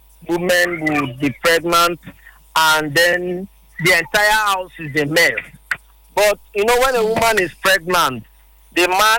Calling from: Port Harcourt, Rivers, Nigeria; I'm calling from Port Harcourt.

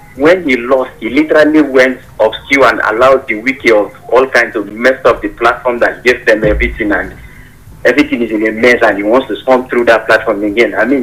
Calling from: Jos, Plateau, Nigeria; From Jos.

